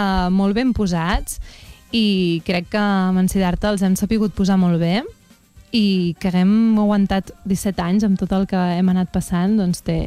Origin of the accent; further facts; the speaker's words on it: Castelló d'Empúries, Catalonia, Spain; also born or lived in Roses; Clar, jo vaig néixer a Roses, però amb 5 anys me'n vaig anar a Castelló d'Empúries